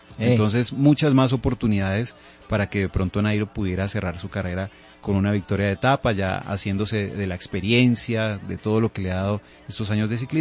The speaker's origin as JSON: {"language": "Spanish", "country": "Colombia", "said": "sería maravilloso para nosotros como colombianos que le hubieran dado esa oportunidad"}